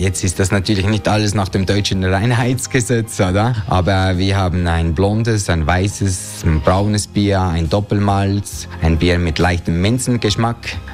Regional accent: Biel, Bern, Switzerland; ursprünglich komme ich aus Biel, eine Stadt ungefähr 30 Kilometer nördlich von Bern. Bin da aufgewachsen.

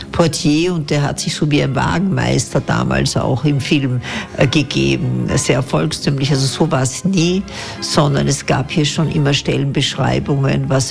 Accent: Vienna, Austria; born or raised there

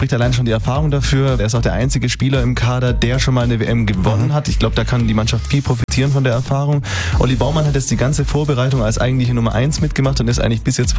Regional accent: Baden-Württemberg, Germany; Ich bin selber aus der Region Stuttgart.

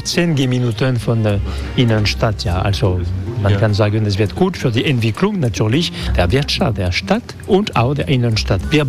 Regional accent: France; German is a second language; Das ist bei uns in Frankreich Freundlichkeit und bei uns zum Beispiel, es kann zwei, drei Stunden dauern

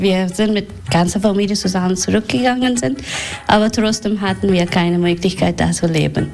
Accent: Kabul, Afghanistan; now in Germany; Nee, ich komme aus Kabul.

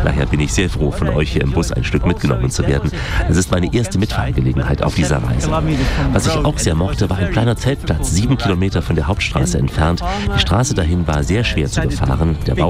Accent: Netherlands

